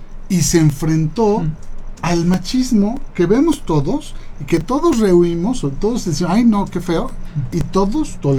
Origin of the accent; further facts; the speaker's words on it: Puebla, Mexico; Como somos los poblanos.